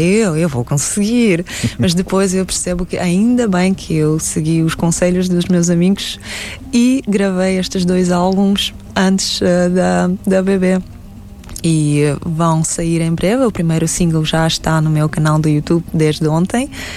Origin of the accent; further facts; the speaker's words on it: Kazakhstan; first language Russian; Portuguese is a second language; Porque como a minha língua materna, a língua com que eu cresci, na realidade é russa, porque a minha avó era russa e o meu avô cazaque.